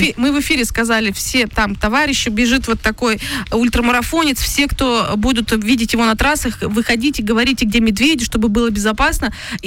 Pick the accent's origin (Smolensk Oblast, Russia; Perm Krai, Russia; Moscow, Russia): Perm Krai, Russia; Я просто сама родом из Пермского края.